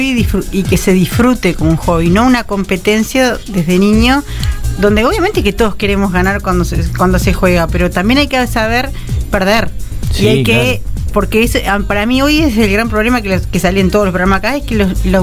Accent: Durazno, Uruguay; Buenos días, estoy escuchando y les voy a contar algo que me pasó a mí. Soy de Durazno

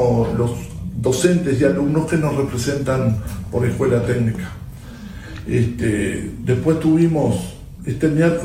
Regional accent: Bella Unión, Artigas, Uruguay; nosotros acá, Bella Unión, es una ciudad olvidada

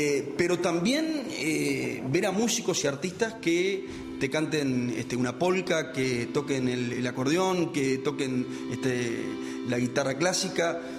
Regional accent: Uruguay; forma parte de alguna manera de nuestra identidad y por qué no decirlo también de nuestra nostalgia como uruguayos.

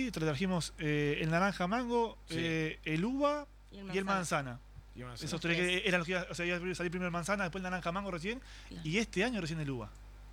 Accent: Salto, Uruguay; somos acá de Salto

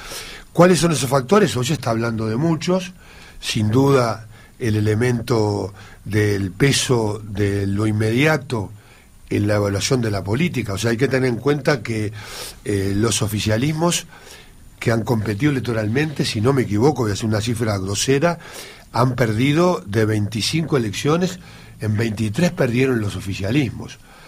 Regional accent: Uruguay; yo como uruguayo estoy pendiente

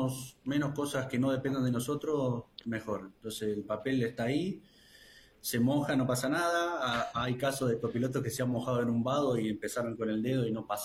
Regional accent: San Luis, Argentina; yo soy de San Luis, pero corro más en Córdoba que en San Luis, así que medio raro, como que algunos me tienen que soy cordobés, otros que soy de San Luis, así que, pero yo actualmente estoy en Villa Mercedes, San Luis.

